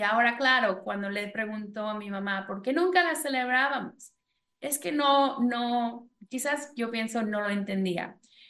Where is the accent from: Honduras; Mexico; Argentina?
Mexico; aunque fui criada en México